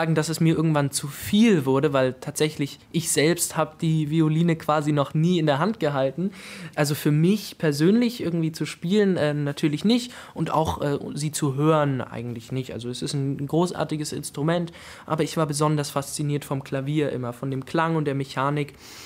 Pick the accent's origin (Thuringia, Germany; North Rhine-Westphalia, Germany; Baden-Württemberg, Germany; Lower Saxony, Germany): Thuringia, Germany; Weimar; die Quelle ist Weimar. Also, das ist mein Ursprung, wo ich herkomme